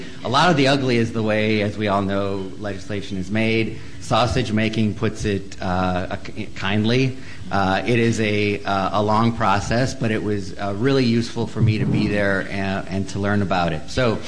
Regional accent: Manitowoc, Wisconsin, United States; moved away as an adult; So I'm a child of Wisconsin. I was born and raised in Manitowoc, Wisconsin, not too far from here.

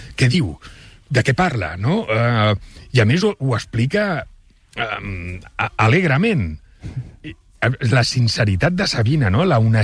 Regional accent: Catalonia, Spain; I jo pensava, és perquè sóc català.

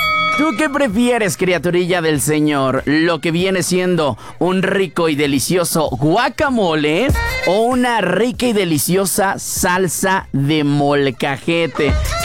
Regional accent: Michoacán, Mexico; moved away; porque en mi tierra, en Michoacán, ya se los he comentado varias veces, ¿no?

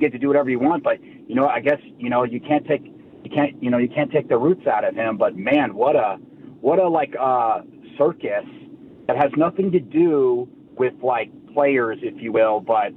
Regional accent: California, United States; I'm from California.

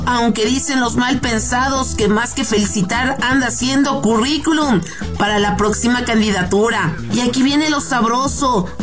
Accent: Mexico; Pero ya sabe cómo somos los mexicanos

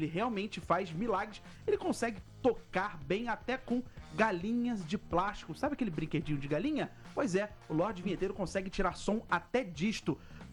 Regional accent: Rio de Janeiro, Brazil; accent: carioca; Pode ser, ele também é carioca e também viveu até uns 19 anos no Rio.

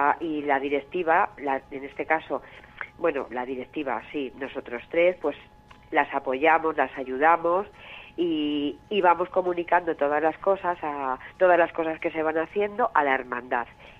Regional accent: Alpedrete, Community of Madrid, Spain; yo de por sí me siento muy alpedreteña, me gustan mucho mis fiestas, me gusta mucho mi pueblo

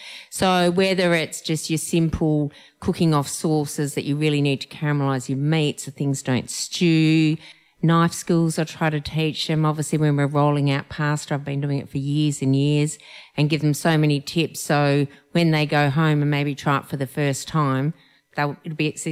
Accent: Yallingup, Western Australia, Australia; moved away as an adult; also born or lived in Tuscany, Italy; I was born and bred in Yallingup, so I know a lot about the region.

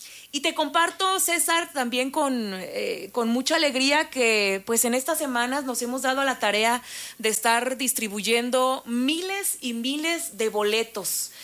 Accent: Michoacán, Mexico; Que habrá todas estas manifestaciones culturales que nos dan identidad como pueblo de Michoacán, como mexicanos orgullosamente

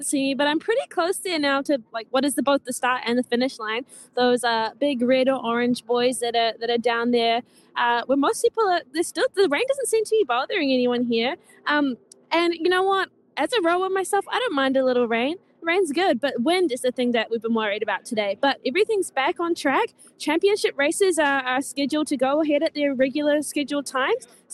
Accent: Wellington, New Zealand

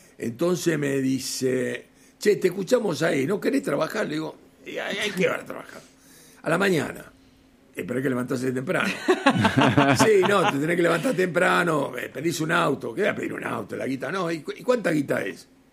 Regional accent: San Telmo, Buenos Aires, Argentina; born there; San Telmo los sábados, y a Boca, yo nací en San Telmo.

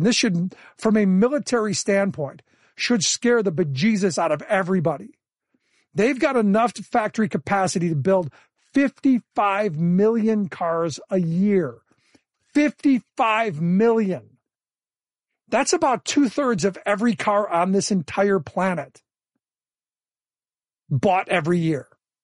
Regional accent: Cleveland, Ohio, United States; I grew up in Cleveland, a manufacturing powerhouse in its day.

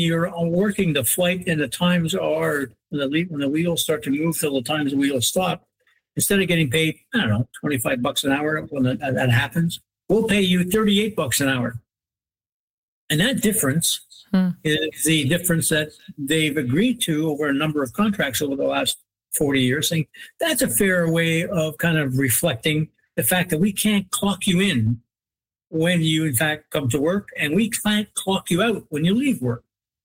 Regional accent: Canada; We as a Canadian society have accepted

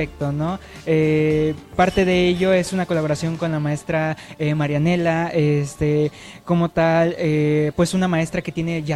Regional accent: Yucatán, Mexico; Como yucatecos, como orgullosos que somos

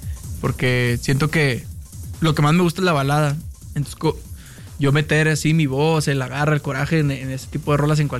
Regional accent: Monterrey, Nuevo León, Mexico; yo soy de Monterrey.

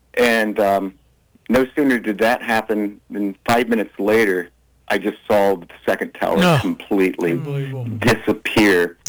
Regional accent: New York, United States; But as a New Yorker, you don't look up. You know, you're not a tourist.

